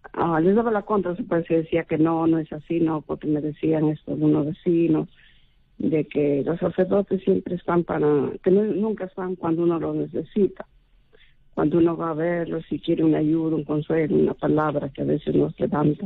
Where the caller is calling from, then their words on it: Trujillo, La Libertad, Peru; de Trujillo